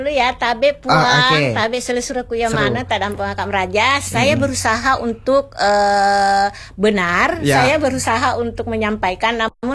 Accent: South Sulawesi, Indonesia; accent: Bugis; di tempatnya kampung saya itu Patiro Bajo. Siap. Bahasanya seperti ini, lurus, keras, tapi lembut lah.

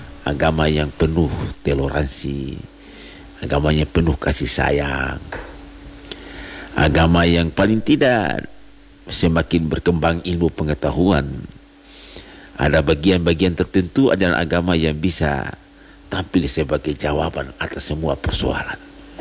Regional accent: North Maluku, Indonesia; kita Maluku Utara

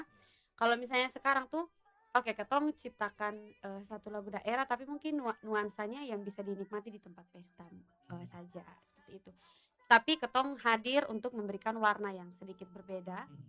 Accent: East Nusa Tenggara, Indonesia; beta orang Timor sejati.

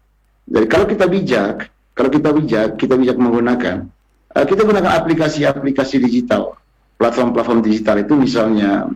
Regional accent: Manggarai, East Nusa Tenggara, Indonesia; tradisi ini nanti akan menjadi kebiasaan kita orang Manggarai, bahwa bahwa menggunakan pakaian yang menurut kita orang Manggarai tidak sopan di tempat umum itu akan menjadi hal yang biasa-biasa saja untuk generasi muda kita.

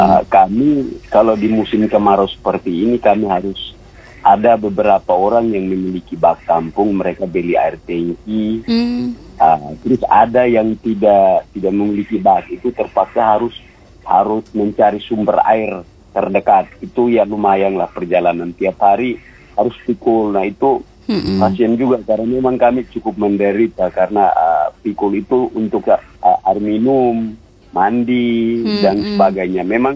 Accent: Kupang, East Nusa Tenggara, Indonesia; Saya dari Kelurahan Naioni.

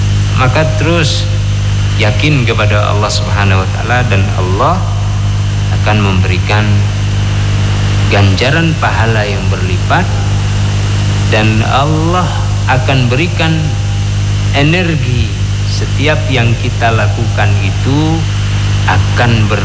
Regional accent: Aceh, Indonesia; Memang panas kita. Memang gondok kita. Rasa kita orang Aceh memang palak.

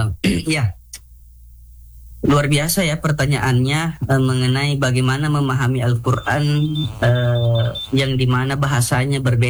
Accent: South Sulawesi, Indonesia; Saya sebagai orang Bugis bisa mengatakan ini Sekdi.

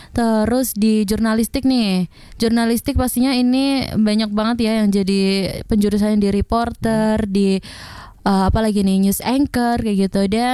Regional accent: Java, Indonesia; gak mungkin gak bisa subtitle karena kan kita orang Jawa gitu ya.

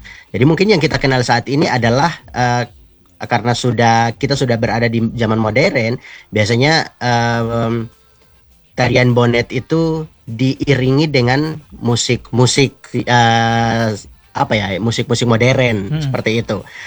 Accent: Amanuban, East Nusa Tenggara, Indonesia; karena saya ini orang Amanuban.

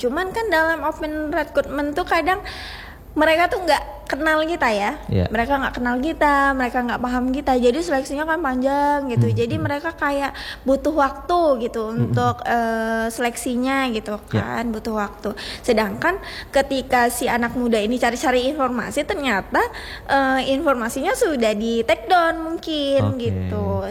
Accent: Aceh, Indonesia; moved away; Nah saya sempat pulang kampung dulu, dan memang saya kan tinggal di daerah pesisir juga ya yeah. itu di Aceh Tamiang

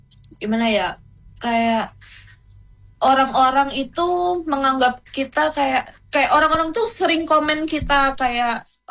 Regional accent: Tulungagung, East Java, Indonesia; now in Surabaya, Indonesia; Aku dari Tulungagung.

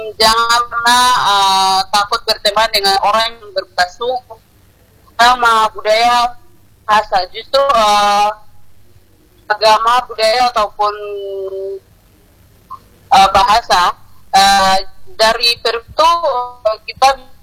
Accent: Papua, Indonesia; moved away as an adult; now in Aceh, Indonesia; saya sendiri kan berasal dari Papua dan sekarang kuliah di Aceh ini.

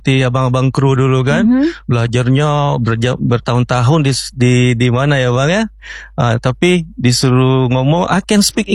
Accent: Riau Islands, Indonesia; saya masih melihat sebagai anak lokal, saya anak daerah.

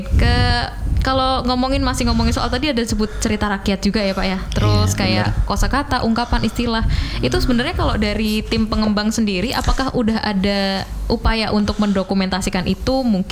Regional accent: Java, Indonesia; Soalnya kalau dari pendidikan, kalau saya pengalaman pribadi juga, saya kan dari Jawa.

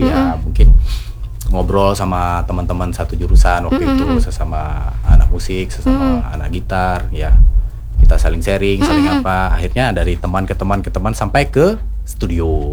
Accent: Riau Islands, Indonesia; Nah, jadi supaya kita nih orang Kepulauan Riau atau orang Melayu bisa suaranya didengar secara global

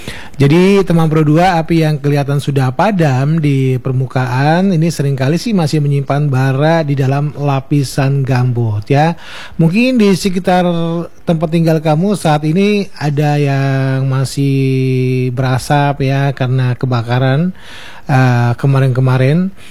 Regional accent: Palangka Raya, Central Kalimantan, Indonesia; kita sebagai warga Palangkaraya

